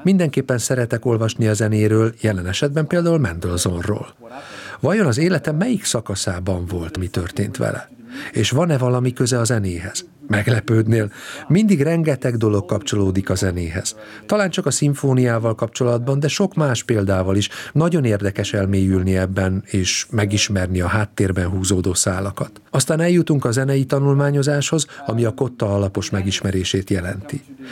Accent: Italy; Hungarian is a second language; Én olasz vagyok, és természetesen rengeteg dolog utal Olaszországra a műsorban.

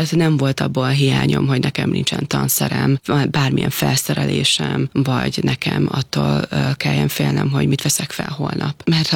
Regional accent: Taktaharkány, Borsod-Abaúj-Zemplén, Hungary; én Borsodabolyzemplén megyéből származom, Taktaharkányból, ami Miskolc és Szerencs között található nagyközség

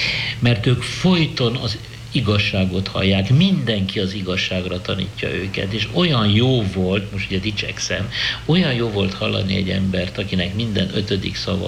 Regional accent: Budapest, Hungary; kezdőfázis, amikor én lipotvárosi, polgári, jól nevelt, vallásos zsidó kisfiú vagyok. 1933-tól, amikor születtem, mondjuk tart 43-44-ig az első 10 év.

